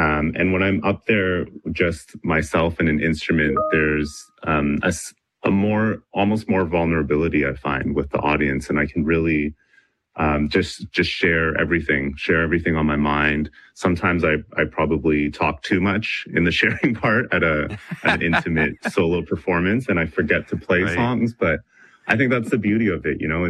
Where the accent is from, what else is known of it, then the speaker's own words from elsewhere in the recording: Mississauga, Ontario, Canada; growing up here in Mississauga, I definitely lost a bit of the language just because I didn't use it as much, but it was always spoken with my family. And I really, in the past years, wanted to just regain my knowledge for language and my mother tongue.